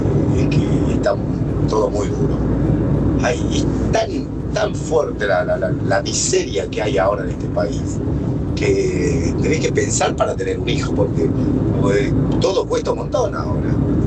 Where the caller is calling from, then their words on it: Buenos Aires Province, Argentina; Radio Latina, buenas tardes … Zona Oeste.